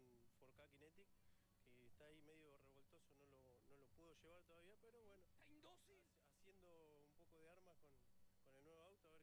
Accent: Entre Ríos, Argentina; now in Puerto Madryn, Argentina; Yo de chiquito veía rally en Entre Ríos, porque soy de ahí

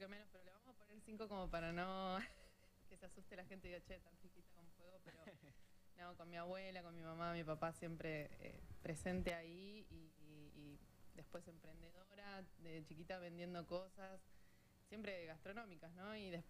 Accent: Zapala, Neuquén, Argentina; las dos somos de Zapala.

